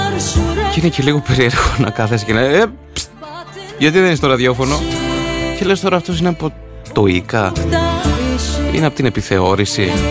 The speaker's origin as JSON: {"language": "Greek", "town": "Michaniona", "region": "Central Macedonia", "country": "Greece", "said": "στο χωριό μου, στη Μηχανιώνα"}